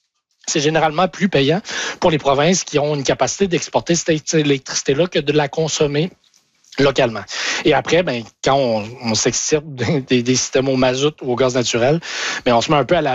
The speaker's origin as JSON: {"language": "French", "region": "Quebec", "country": "Canada", "said": "chez moi au Québec"}